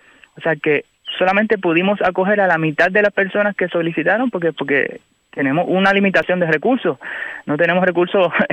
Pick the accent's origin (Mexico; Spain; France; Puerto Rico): Puerto Rico; Toa Alta; Pues mira, yo soy un joven De Toa Alta, un joven todavía, de Toa Alta, criado, nacido en Toa Alta, en la escuela pública